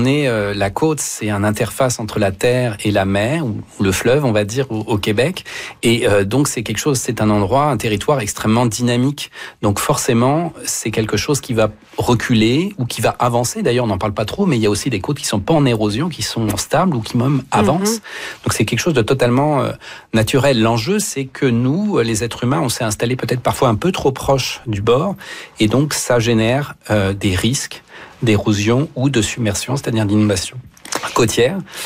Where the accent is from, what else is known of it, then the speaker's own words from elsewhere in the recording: Hauts-de-France, France; moved away as an adult; now in Rimouski, Canada; Moi, j'ai grandi dans au nord de Paris, mais c'est en Picardie, en fait.